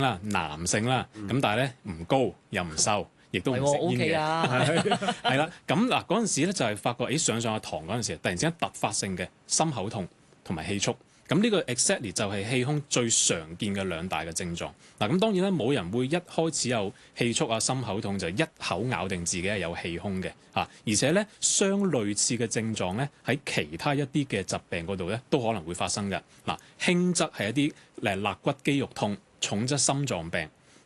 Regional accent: Guangdong, China; 其實只係我哋廣東人將佢講得特別盞鬼啲啊咁樣啫。

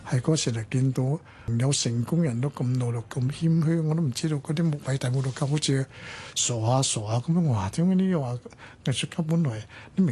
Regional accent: Hong Kong; 我香港长大又识啲，即系广东话又识啦，又识啲国语啊

